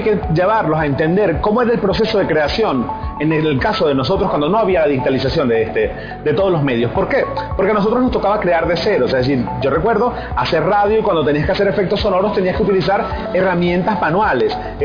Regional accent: Zulia, Venezuela; los dos somos del Zulia

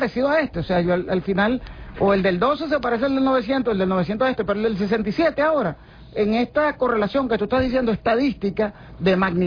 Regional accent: Venezuela; Yo se los digo como venezolano

